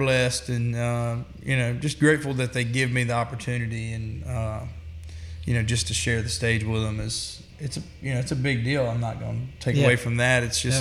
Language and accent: English; Lexington, North Carolina, United States; moved away as an adult; now in Nashville, United States; I'm from Lexington, North Carolina originally, but I signed a record deal and moved to Nashville, Tennessee probably about a year and a half ago, maybe a little over.